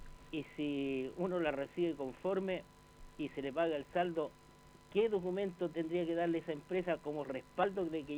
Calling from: Villa Alemana, Valparaíso, Chile; de Villa Alemana.

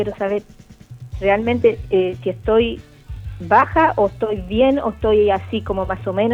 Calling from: Quilpué, Valparaíso, Chile; De Quilpué.

